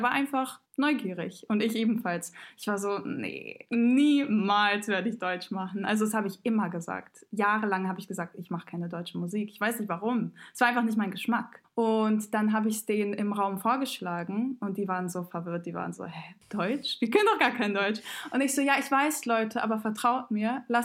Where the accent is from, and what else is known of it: Montenegro